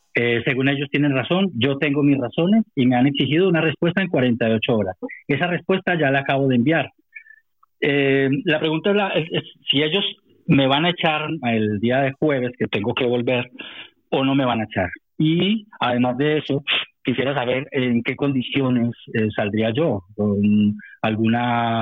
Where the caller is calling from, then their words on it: Madrid, Community of Madrid, Spain; de Madrid.